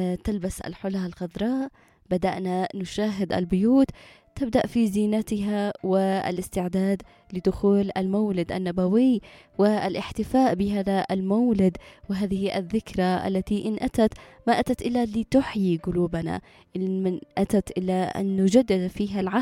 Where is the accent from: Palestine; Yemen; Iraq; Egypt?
Yemen